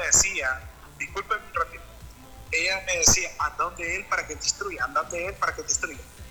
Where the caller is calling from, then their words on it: Honduras; soy de Honduras, hermano.